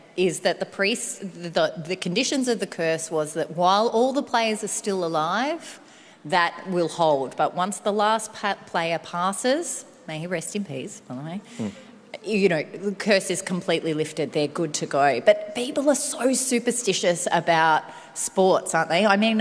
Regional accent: Australia; I'm going to call it a grand final because I'm Australian, but it's a final.

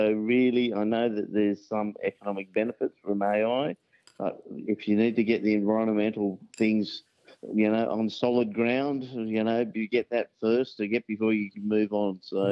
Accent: Waterloo, New South Wales, Australia; from Waterloo.

